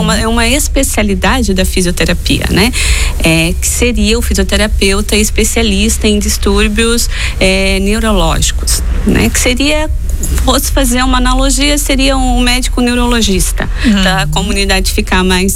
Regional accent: Blumenau, Santa Catarina, Brazil; moved away as an adult; now in Balneário Camboriú, Brazil; sou de Blumenau, natural de Blumenau, mas moro aqui na região há mais de 20 anos.

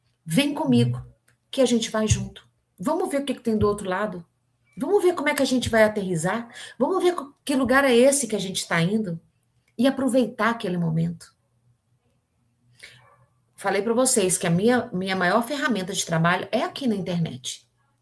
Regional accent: Minas Gerais, Brazil; não sei se vocês sabem, não sei se vocês sabem, eu sou mineira, então vocês sabem, né? E nossa, no, aqui dos mineiros é uma forma de dizer

